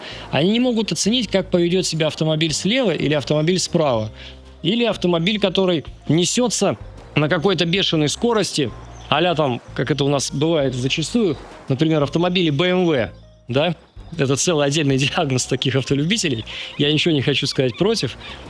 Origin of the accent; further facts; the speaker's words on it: Far East, Russia; В детстве это были на Дальнем Востоке мотороллеры, которые привозились с Японии. Вот я помню, как вчера у нас с братом были Yamaha Jog, 50-кубовые, классные мотороллеры, гоняли, нам было по 13 лет.